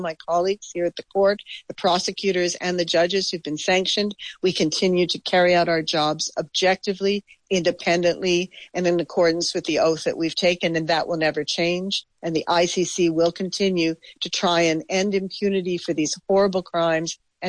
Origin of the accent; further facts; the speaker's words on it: Canada; now in Netherlands; in the Netherlands and in my home country in Canada.